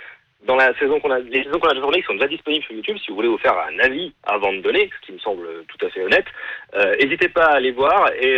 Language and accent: French; France; now in Paris, France; je suis français.